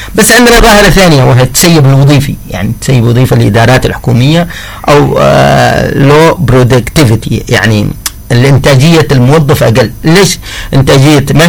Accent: Hadhramaut, Yemen; عندنا في حضرموت

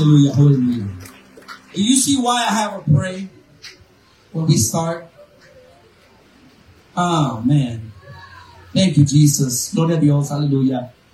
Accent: Greenwood, Texas, United States; I told somebody I'm from Greenwood, Texas.

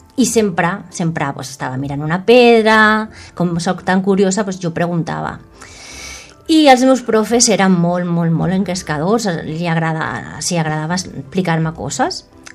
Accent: Santa Coloma de Gramenet, Catalonia, Spain; vaig néixer a Santa Coloma de Gramenet, en un barri on mirava al cel i no veia quasi res, era tot gris.

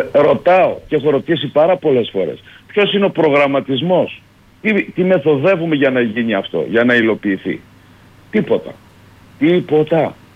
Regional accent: Heraklion, Crete, Greece; είμαι δημότης Ηρακλείου

